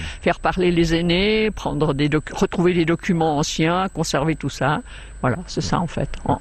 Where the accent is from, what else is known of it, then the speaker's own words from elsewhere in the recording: Vouvry, Valais, Switzerland; Non, on est valaisan.